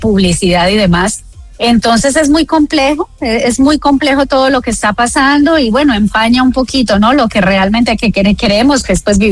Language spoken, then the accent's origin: Spanish; Colombia